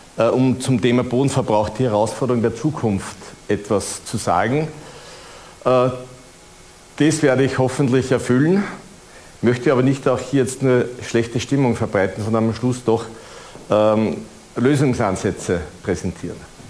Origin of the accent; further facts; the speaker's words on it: Edt bei Lambach, Upper Austria, Austria; ich selbst bin Oberösterreicher, komme aus Ed bei Lambach, von einem landwirtschaftlichen Betrieb, mit vier Geschwistern aufgewachsen, viel in der Natur verbracht.